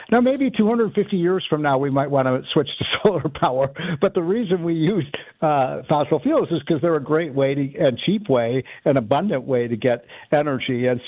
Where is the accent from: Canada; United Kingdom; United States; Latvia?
United States; Illinois; my home state of Illinois